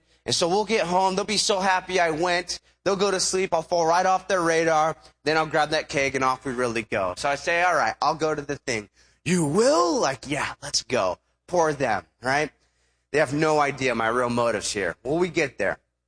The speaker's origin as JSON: {"language": "English", "town": "Huntington Beach", "region": "California", "country": "United States", "tie": "born or raised there"}